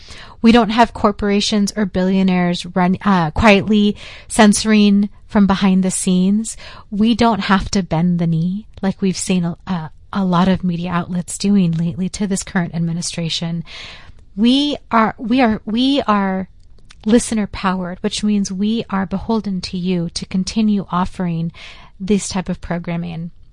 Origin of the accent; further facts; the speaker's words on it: San Francisco, California, United States; I grew up in San Francisco listening to KPFA on my mom's car radio.